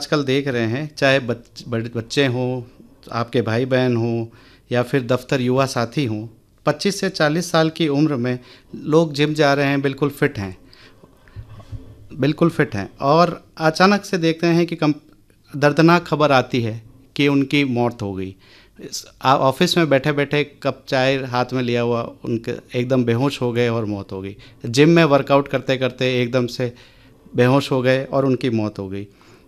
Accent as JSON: {"language": "Hindi", "town": "Udaipur", "region": "Rajasthan", "country": "India", "tie": "born or raised there", "said": "मेरा मूलतः उदयपुर का ही रहने वाला हूँ मैं। मेरी पढ़ाई भी उदयपुर से हुई है।"}